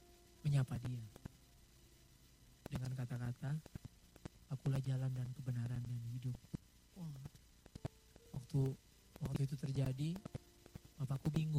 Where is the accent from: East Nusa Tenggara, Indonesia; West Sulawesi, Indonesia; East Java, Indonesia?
East Java, Indonesia; also born or lived in Makassar; tahun 2002 kami pindah ke Surabaya. Karena saya sebenarnya besar di Jawa Timur.